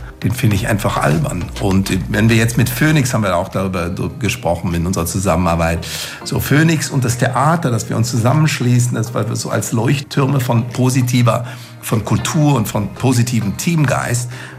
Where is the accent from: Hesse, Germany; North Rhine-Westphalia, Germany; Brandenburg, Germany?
North Rhine-Westphalia, Germany; Gelsenkirchen; moved away as an adult; now in Hagen, Germany; Ich bin ja in Gelsenkirchen geboren. Ich bin zwar so schnell wie möglich aus Gelsenkirchen weg, als ich das Abitur hatte. Und so weit wie möglich.